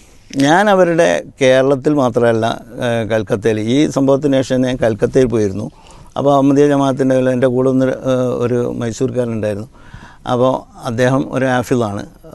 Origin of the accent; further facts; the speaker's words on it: Kodiyathur, Kerala, India; മൈസൂരിൻ്റെ അടുത്ത് തന്നെയാണ് ഈ കൊടിയത്തൂർ, പക്ഷേ ഞാൻ കൊടിയത്തൂർ സ്വദേശിയാണ്